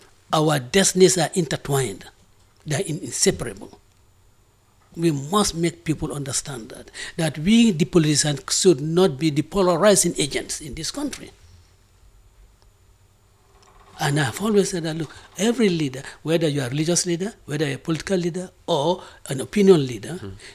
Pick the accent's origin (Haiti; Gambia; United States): Gambia; Banjul; when I grew up in Half-Die, how can I really think that Wolofs do not deserve anything in this country?